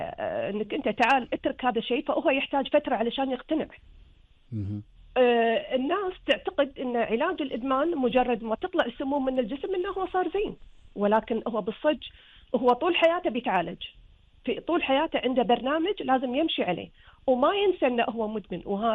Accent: Kuwait; هنا عندنا بالكويت

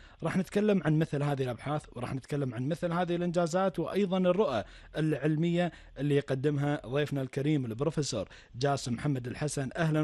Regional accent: Kuwait; خاصة في بلدنا الكويت.

